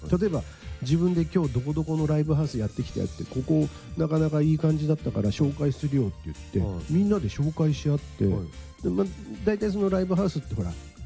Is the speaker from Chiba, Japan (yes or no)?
no; Osaka, Japan; born or raised there; moved away